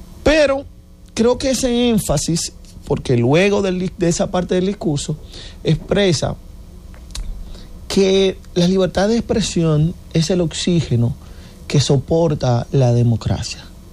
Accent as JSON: {"language": "Spanish", "country": "Dominican Republic", "said": "debe llamar la atención de nosotros como dominicanos, de nuestro sistema."}